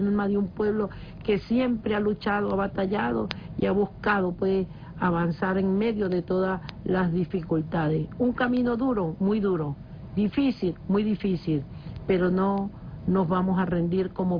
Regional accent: Venezuela; somos venezolanos, tú eres venezolano y yo también

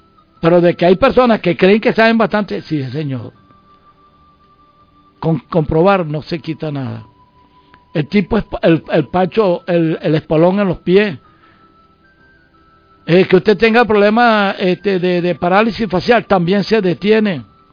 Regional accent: Venezuela; born there; moved away; allá en mi pueblo

